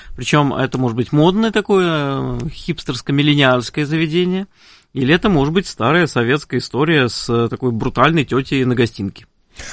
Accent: Moscow, Russia; все-таки я москвич

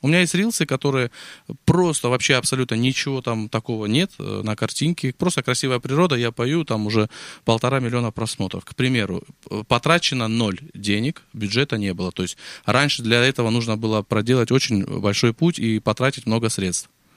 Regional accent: Armenia; Смотрите, я армянин. Я, естественно, пою восточные песни, там, кавказские песни, армянские песни.

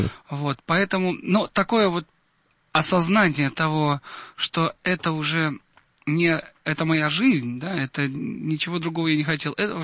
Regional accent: Odesa, Odesa Oblast, Ukraine; moved away; Я отдыхал в своем родном городе, где я родился, в Одессе

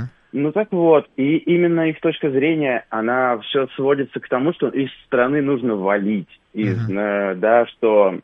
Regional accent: Russia; born there

